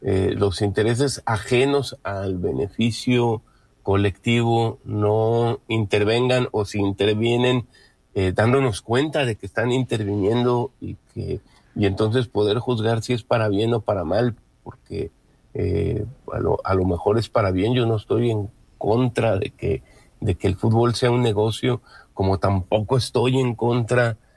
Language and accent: Spanish; Mexico; nosotros, porque somos de México y le vamos a México